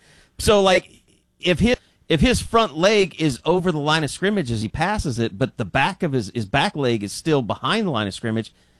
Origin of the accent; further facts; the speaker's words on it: Scotland, United Kingdom; As a Scotsman